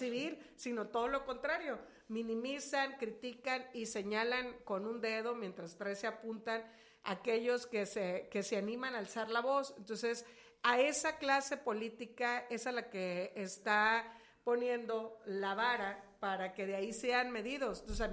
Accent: Mexico; todos somos mexicanos y mexicanas con las mismas garantías

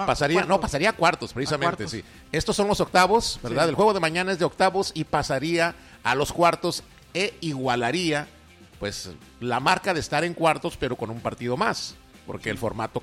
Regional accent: Mexico; Pero para nosotros como mexicanos

